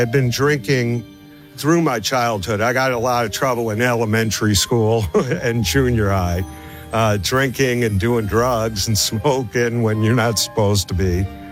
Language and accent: English; New York, United States; You know, growing up in New York in a half Italian family, I was exposed to pepper flakes and pepperoncini and cherry peppers and things like that.